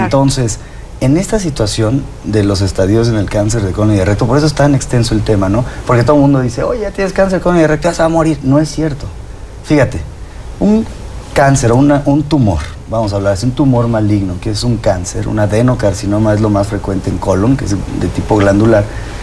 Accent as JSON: {"language": "Spanish", "country": "Mexico", "said": "Nosotros que a veces también somos una comunidad mexicana"}